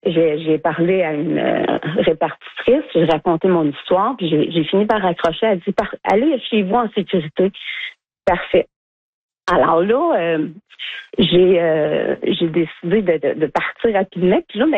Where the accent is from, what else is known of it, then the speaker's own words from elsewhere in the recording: Trois-Rivières, Quebec, Canada; Je suis native de Trois-Rivières.